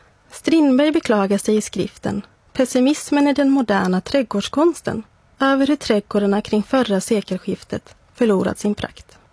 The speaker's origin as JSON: {"language": "Swedish", "town": "Varberg", "region": "Halland County", "country": "Sweden", "tie": "born or raised there", "moved": "yes", "said": "För första gången på 17 år satte jag fot i min gamla hemstad Varberg."}